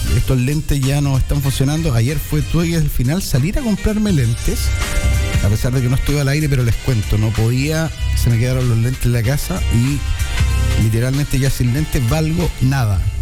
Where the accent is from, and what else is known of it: Chile